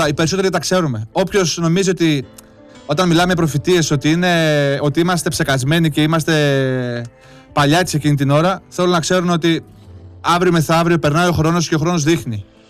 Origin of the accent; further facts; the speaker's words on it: Northern Greece, Greece; εγώ είμαι από τη Βόρεια Ελλάδα